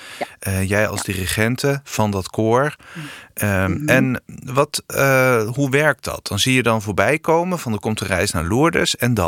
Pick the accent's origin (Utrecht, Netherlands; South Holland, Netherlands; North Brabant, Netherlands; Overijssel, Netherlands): Utrecht, Netherlands; IJsselstein; Ik kom zelf uit IJsselstein